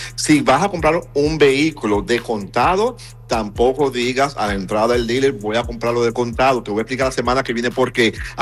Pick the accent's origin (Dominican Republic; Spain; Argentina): Dominican Republic; now in United States; yo soy de la República Dominicana, acabo de firmar una alianza, señores, con un banco que mira que eso va a ser para los dominicanos que vivimos aquí en los Estados Unidos